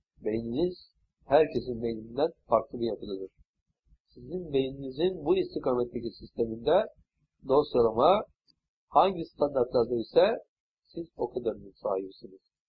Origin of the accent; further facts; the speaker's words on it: İznik, Bursa, Turkey; born there; Bugün 64 yaşıma girmiş oluyor. 29 Kasım 1933 yılında Bursa'nın Yenişehir İznik ilçesinde doğdum. İşte o tarihten bu tarafa geçen 63 yılımızı bugün tamamlamış oldum. Ve 64 yaşımıza adım attık.